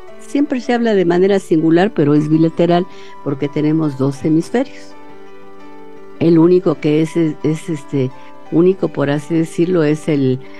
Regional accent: Mexico; Pero la gran mayoría, como mexicanos, es todo al último.

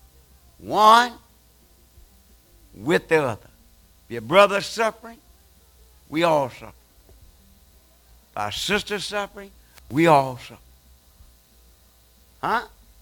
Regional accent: Georgia, United States; born there; moved away

